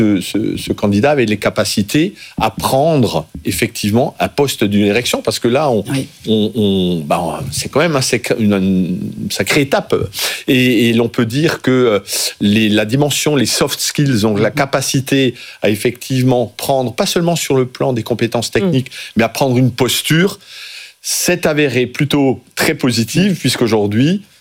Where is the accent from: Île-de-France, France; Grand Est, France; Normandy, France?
Grand Est, France; moi je suis particulièrement fier en tant qu'Alsacien de cet aéroport